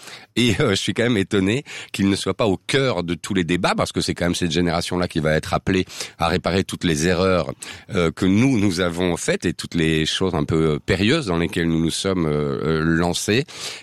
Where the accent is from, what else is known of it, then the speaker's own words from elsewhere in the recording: Belgium; comme chez nous, comme on dit chez nous en Belgique